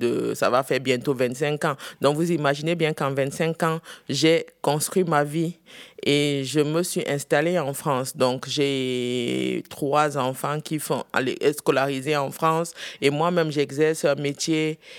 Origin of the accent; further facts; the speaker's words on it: Dschang, West, Cameroon; moved away; le nom d'où je viens, c'est la région de Tchang, qui est dans l'ouest du Cameroun, la région montagneuse.